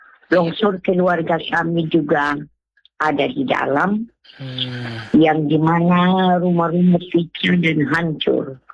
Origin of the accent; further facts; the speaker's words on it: South Central Timor, East Nusa Tenggara, Indonesia; kami orang Timur TTS juga ada satu hal, yaitu kebersamaan.